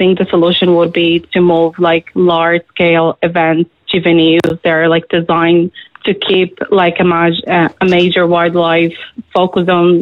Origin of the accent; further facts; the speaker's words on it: Brazil; now in Dublin, Ireland; As I grew up in Brazil, surrounded by nature